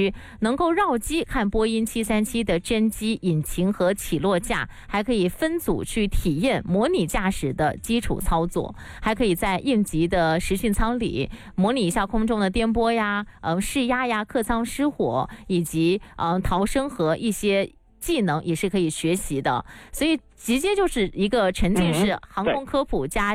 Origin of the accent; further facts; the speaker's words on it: Guangdong, China; 作为广东人